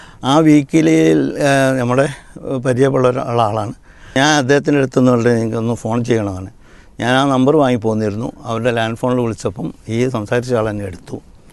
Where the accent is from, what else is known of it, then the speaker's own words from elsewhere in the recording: Kodiyathur, Kerala, India; മൈസൂരിൻ്റെ അടുത്ത് തന്നെയാണ് ഈ കൊടിയത്തൂർ, പക്ഷേ ഞാൻ കൊടിയത്തൂർ സ്വദേശിയാണ്